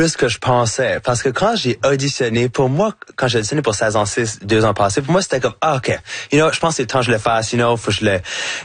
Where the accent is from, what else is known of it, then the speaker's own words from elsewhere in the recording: Acadia, Canada; Aussitôt que je dis je suis French Canadian, automatiquement on peut assumer que je suis québécois parce que les gens savent pas c'est quoi l'Acadie.